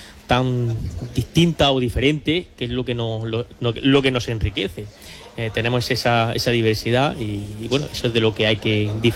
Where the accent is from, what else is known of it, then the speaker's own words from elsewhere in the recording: Guadalajara, Castilla-La Mancha, Spain; also born or lived in Adra; Sí, sí. Yo soy de Guadalajara, pero he estado un tiempo viviendo en Adra.